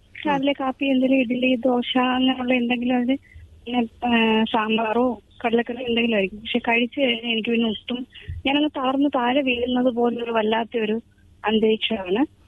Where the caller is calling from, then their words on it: Kollam, Kerala, India; കൊല്ലത്തുനിന്ന്